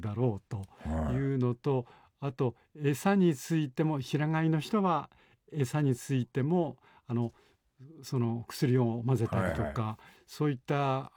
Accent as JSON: {"language": "Japanese", "region": "Gifu", "country": "Japan", "tie": "born or raised there", "moved": "yes"}